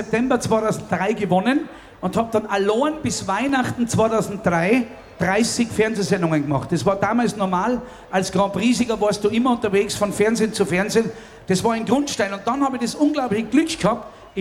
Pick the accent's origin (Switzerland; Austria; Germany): Austria; Tyrol; Also ich komme aus dem Zillertal und da sind auch meine Wurzeln und die soll man auch ab und zu hören.